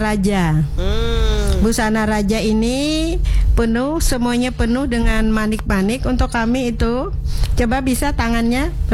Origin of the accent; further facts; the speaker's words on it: South Kalimantan, Indonesia; Kita dari Hulu Sungai.